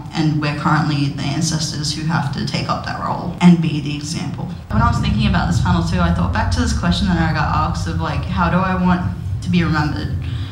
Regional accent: Yarrabah, Queensland, Australia; I'm from Yarrabah.

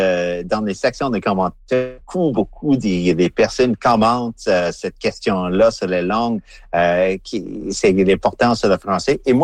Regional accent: Canada; Je parle de tuk, je suis Canadien.

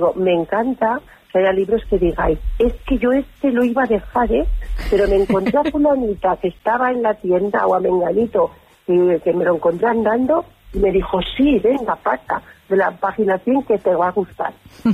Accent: Conchel, Aragon, Spain

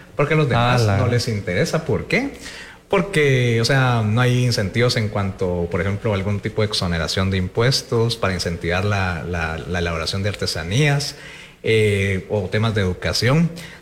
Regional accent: Guatemala; fundamental y es importante no solo para la cultura, sino también para la identidad que tenemos como guatemaltecos.

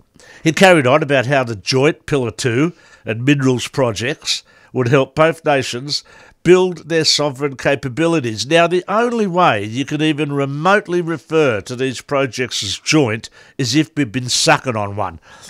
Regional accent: Australia

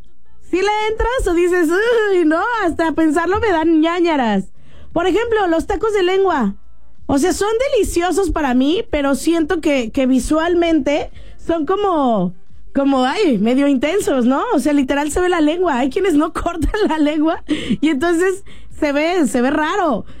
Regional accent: Mexico; somos mexicanos. Y además estamos en Sinaloa. Y además en Mazatlán.

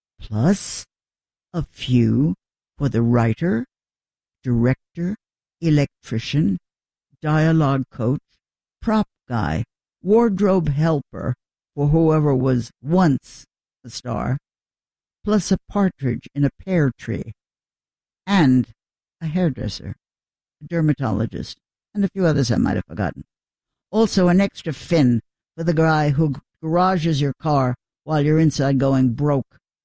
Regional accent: New York, United States; I'm a New Yorker. I'm an American. I was born here. I lived here. My parents developed me here.

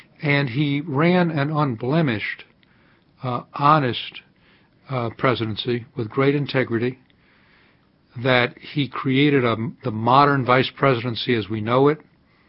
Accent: Atlanta, Georgia, United States; moved away as an adult; I grew up in Atlanta

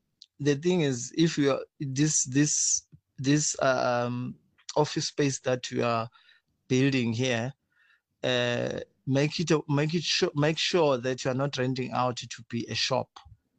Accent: KwaZulu-Natal, South Africa; now in Limpopo, South Africa; I'm in Limpopo province, but originally I'm from KwaZulu-Natal, so I'm a business person.

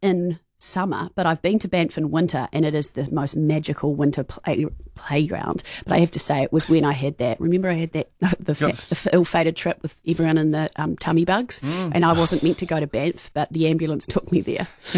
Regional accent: New Plymouth, Taranaki, New Zealand; now in Auckland, New Zealand; I can say that as someone that was born and bred in New Plymouth.

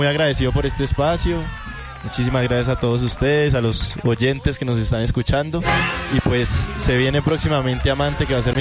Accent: Caldas, Colombia; moved away; yo vengo de Caldas y pues allá eso es cultura.

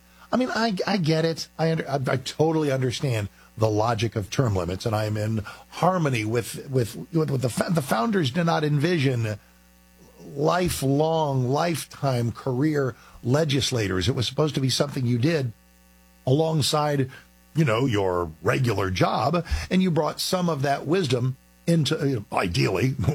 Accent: Texas, United States; born there; also born or lived in Virginia / London; That's why I'm a native Texan. He was stationed at Randolph Air Force Base when I was born there in November 1957.

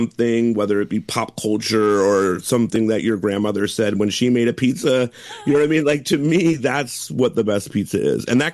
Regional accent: New Jersey, United States

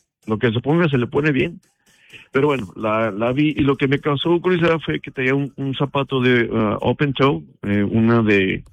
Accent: Mexico

